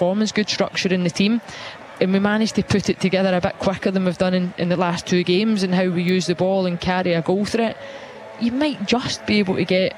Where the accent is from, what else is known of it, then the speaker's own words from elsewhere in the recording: Scotland, United Kingdom; that's going to make you feel any more different as a Scottish player that takes to the field in 35 degree heat against Brazil.